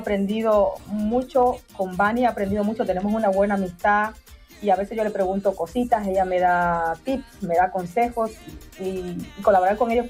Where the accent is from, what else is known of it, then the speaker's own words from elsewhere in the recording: Cuba; now in Cologne, Germany; Soy cubana, lo llevo en la sangre